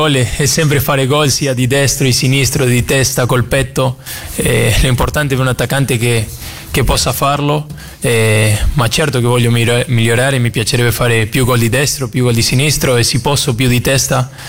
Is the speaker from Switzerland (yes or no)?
no; Argentina; Italian is a second language; moved away as an adult; now in Florence, Italy; siamo tutti e due di Argentina